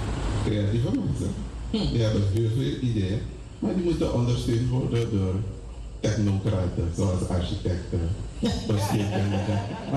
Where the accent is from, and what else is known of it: Suriname